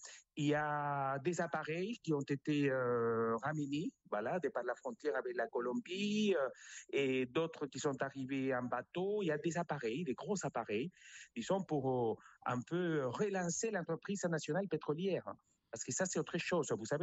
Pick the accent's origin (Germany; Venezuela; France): Venezuela; moved away; J'ai quitté le Venezuela il y a plus de 20 ans.